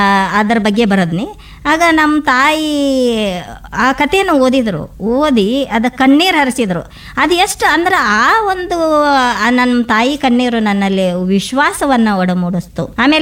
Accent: Ramdurg, Karnataka, India; born there; moved away as an adult; now in Sulebhavi, India; ನಾನು ಹುಟ್ಟಿದ್ದು ರಾಮದುರ್ಗ ಆಗಿರ್ಬೋದು, ಆದರೆ ನನ್ನ ಸಾಹಿತ್ಯ ಬೆಳೆದದ್ದು ಸುಳೇಬಾವಿಯಲ್ಲಿ ಅಂತ ಹೇಳಕ್ಕೆ ಇಷ್ಟಪಡ್ತೀನಿ

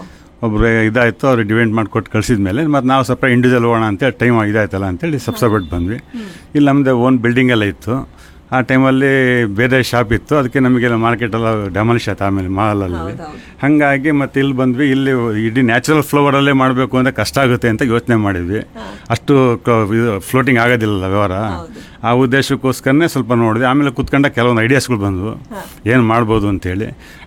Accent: Madinahalli, Karnataka, India; also born or lived in Shivamogga; ನಾವು ಹುಟ್ಟಿ ಬೆಳೆದಿದ್ದು ನೇಟಿವ್ ನಮ್ದು ಹೊನ್ನಾಳಿ ಹತ್ರ ಮಾದಿನಹಳ್ಳಿ ಅಂತೇಳಿ. ತಂದೆ ಊರು, ತಾಯಿ ಊರು ಹತ್ತೂರು ಅಂತೇಳಿ. ನಾನು ಆಲ್ರೆಡಿ ಫುಲ್ ಎಲ್ಲ ಸ್ಟಡಿ ಮಾಡಿದ್ದು ಶಿವಮೊಗ್ಗದಲ್ಲೇ, ನ್ಯಾಷನಲ್ ಕಾಲೇಜಲ್ಲಿ ಓದಿರೋದು.

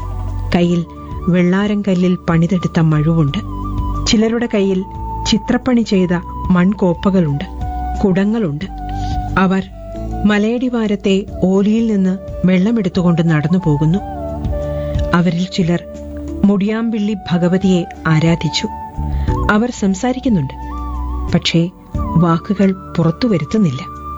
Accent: Idukki, Kerala, India; ഞാനൊരു ഇടുക്കിക്കാരിയാണെന്ന്

